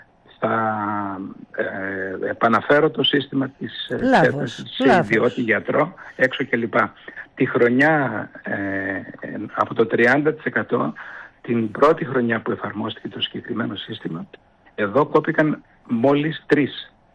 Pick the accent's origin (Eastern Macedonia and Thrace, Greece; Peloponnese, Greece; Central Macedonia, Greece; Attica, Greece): Eastern Macedonia and Thrace, Greece; Keramoti; Μπορεί να σηκωθεί από το Ηράκλειο να πάει στο χωριό μου στην Κεραμωτή.